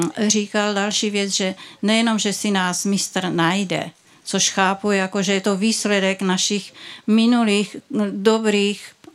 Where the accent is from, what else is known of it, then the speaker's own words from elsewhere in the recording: Brno, South Moravian Region, Czechia; Byla veřejná, a přímo v Brně, tam, odkud pocházím, kde bydlím, byla veřejná přednáška.